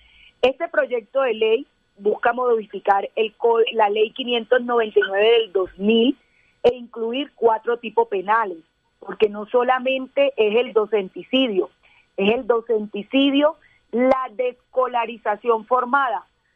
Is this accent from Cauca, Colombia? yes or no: no; Córdoba, Colombia; soy costeña, igual que todos ustedes, del departamento de Córdoba